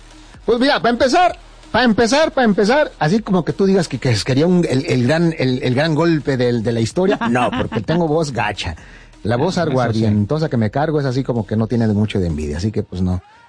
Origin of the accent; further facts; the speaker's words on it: Aguascalientes, Mexico; No, soy de aquí de Aguascalientes, el chupacabras.